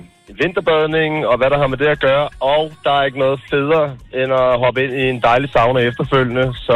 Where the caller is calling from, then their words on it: Kastrup, Capital Region of Denmark, Denmark; jeg er fra Kastrup af.